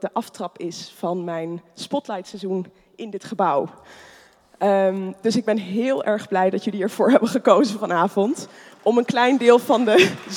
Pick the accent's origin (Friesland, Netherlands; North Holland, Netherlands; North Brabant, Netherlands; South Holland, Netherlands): North Holland, Netherlands; Amsterdam; Het is natuurlijk altijd heel bijzonder om in mijn thuisstad en mijn geboortestad Amsterdam op een podium zo legendarisch als het podium van de grote zaal van het Concertgebouw te mogen optreden.